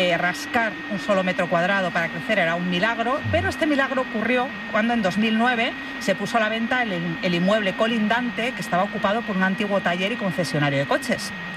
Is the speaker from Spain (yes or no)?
yes; Madrid, Community of Madrid, Spain; porque soy madrileña, y hombre, siendo madrileña duele un poco lo que viene detrás